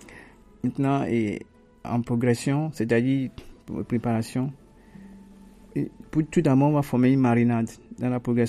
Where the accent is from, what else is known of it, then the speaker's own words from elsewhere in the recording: Togo; chez nous, en Afrique, bien au Togo